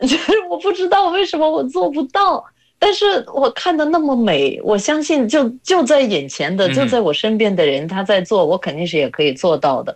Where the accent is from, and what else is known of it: Latvia; Chinese is a second language; now in China